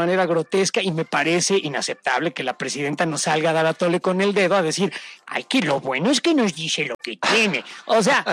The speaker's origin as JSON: {"language": "Spanish", "country": "Mexico", "said": "los mexicanos a lo mejor no somos tan proclives a ello como los argentinos."}